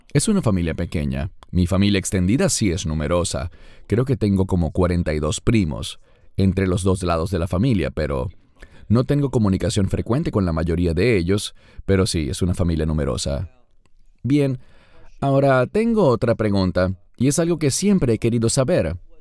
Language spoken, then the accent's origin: Spanish; Sydney, New South Wales, Australia; also born or lived in Santiago, Chile; yo nací en Chile, pero principalmente fui criado aquí en Australia.